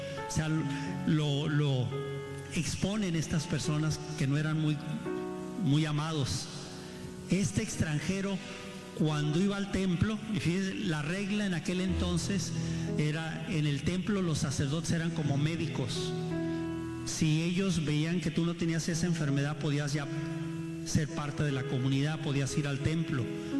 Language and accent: Spanish; United States; born or raised there